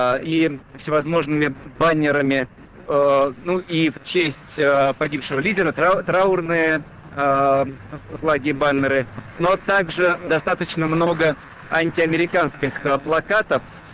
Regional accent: Russia; в Иране все радуются, узнав, что я из России

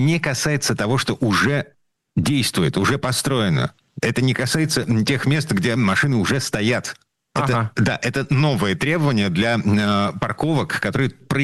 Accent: Saint Petersburg, Russia; Мы из Петербурга

